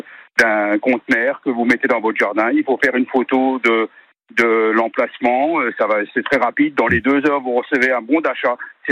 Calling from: Metz, Grand Est, France; Je suis à Metz

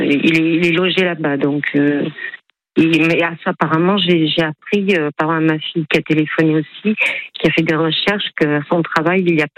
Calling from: Cannes, Provence-Alpes-Côte d'Azur, France; j'habite à Cannes

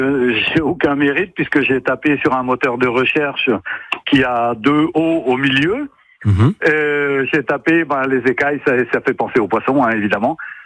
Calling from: Plouzané, Brittany, France; Moi je suis à Plouzané

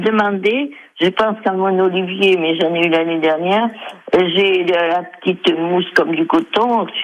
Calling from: Nouvelle-Aquitaine, France; De Puy-le-Bourreau.

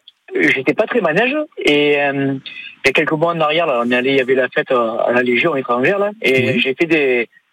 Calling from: Nîmes, Occitanie, France; Oui, je suis à Nîmes.

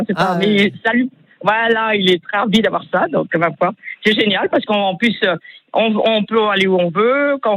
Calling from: Prades-le-Lez, Occitanie, France; moi, je suis à Prades-le-Lez

